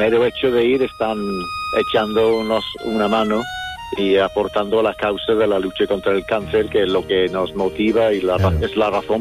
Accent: Liverpool, North West England, United Kingdom; Spanish is a second language; moved away as an adult; now in Valencina de la Concepción, Spain; Mi país de origen es el Reino Unido, yo soy de Liverpool.

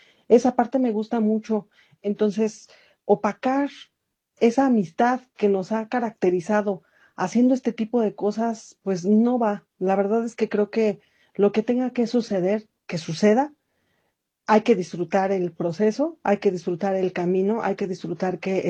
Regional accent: Mexico; nos deja mal parados y, aparte de todo, pues, una mala imagen como mexicanos.

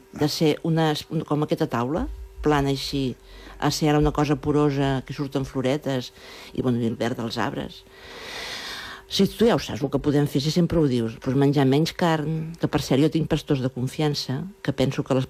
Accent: Vilaplana, Catalonia, Spain; I també parlo d'una cosa molt bonica del meu poble, que ara tinc ganes de dir-ho, Vilaplana, que allí tenim un rellotge que són les muntanyes.

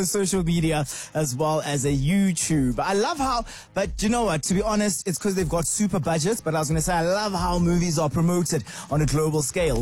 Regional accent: South Africa; It's upsetting as a South African, as an African.

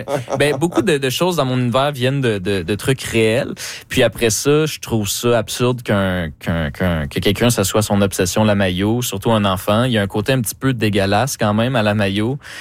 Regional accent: Saint-Jérôme, Quebec, Canada; moi, je viens de Saint-Jérôme, puis eux aussi.

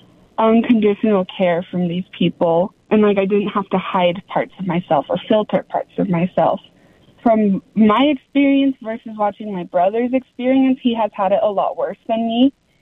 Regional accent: Heber City, Utah, United States; I was born and raised in Heber City, and that's something that I'm proud of. And I'm also queer, and I'm proud of that.

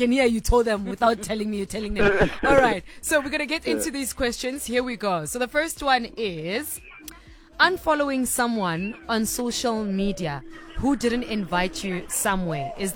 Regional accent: Virginia, Free State, South Africa; Do you know I'm also from Free State?

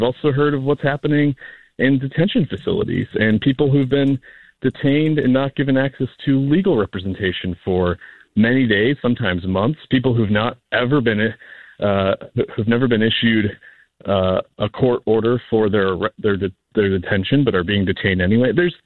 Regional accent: Biddeford, Maine, United States; here in my hometown, in the district that I represent

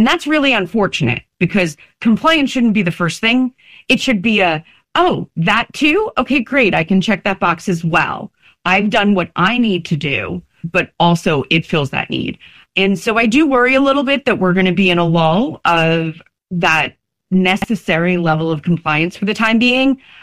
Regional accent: New Jersey, United States; as they used to say, where I grew up in New Jersey, we know where the bodies are buried.

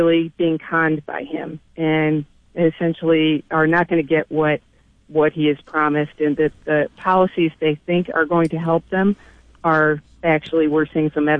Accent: New York, United States; moved away as an adult; now in Rochester, United States; I grew up in the Southern Tier, moved to Rochester to go to school

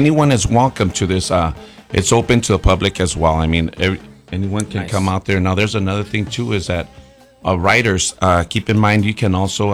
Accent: Texas, United States; We're familia from Texas, and it's just a shortcut for saying Texas.

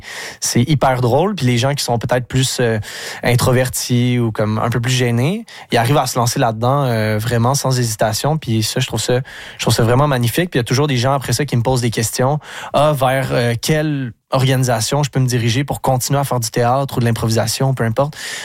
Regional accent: Lac-aux-Sables, Quebec, Canada; je viens de Lac-aux-Sables, un petit village où ça peut être difficile d'être en contact avec la culture ou les arts.

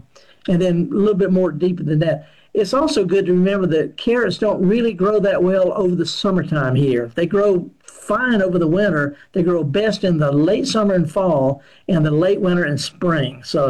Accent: Baton Rouge, Louisiana, United States; He's from my hometown in Baton Rouge.

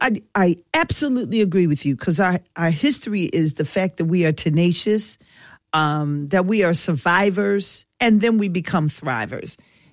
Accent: Philadelphia, Pennsylvania, United States; I'm from North Philly

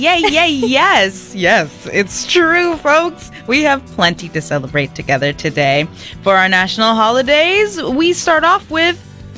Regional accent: New England, United States; and I'm from New Englan

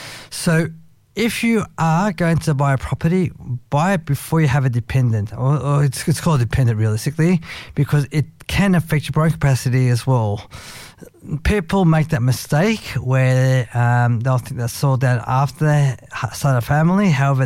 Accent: New South Wales, Australia; I actually like it there now because I'm originally from the North Shore.

